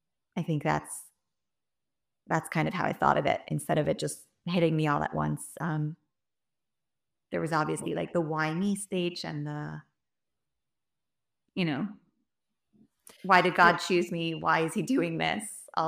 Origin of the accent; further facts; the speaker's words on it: North Miami Beach, Florida, United States; I grew up in North Miami Beach, Florida. Went to the regular schools here, Bisiaco of Miami